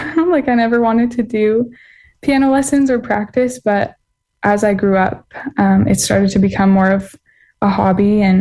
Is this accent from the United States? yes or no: no; Ottawa, Ontario, Canada; Yeah, I grew up in Ottawa, Ontario, so the capital. And I've been here all 23 years.